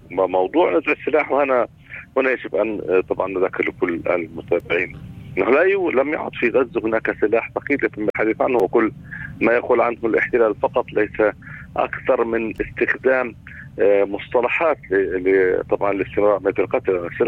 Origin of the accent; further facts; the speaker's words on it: Palestine; نحن كفلسطينيين